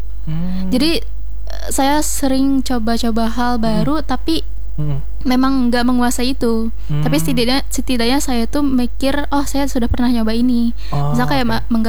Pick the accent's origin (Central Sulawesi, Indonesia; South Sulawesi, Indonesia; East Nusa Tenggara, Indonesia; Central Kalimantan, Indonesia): Central Kalimantan, Indonesia; Palangka Raya; aku kan aslinya Palangka juga